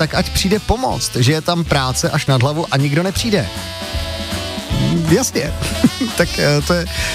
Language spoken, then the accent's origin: Czech; Plzeň, Plzeň Region, Czechia; to u nás jako na západě Čech vždycky fungovalo. Já jsem z Plzně